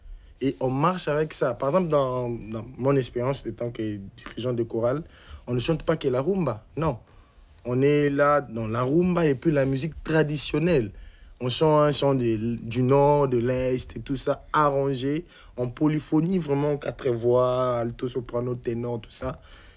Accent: Kinshasa, DR Congo; je suis né à Kinshasa, c'est la ville de la diversité.

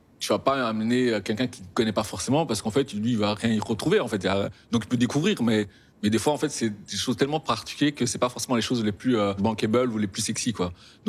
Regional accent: Rwanda; moi, je les connais parce que je suis rwandais.

